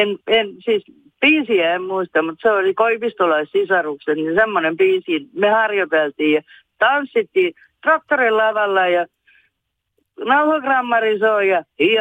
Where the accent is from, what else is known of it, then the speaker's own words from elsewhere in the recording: Harjavalta, Satakunta, Finland; born there; mä olen Harjavallasta ollut kotosi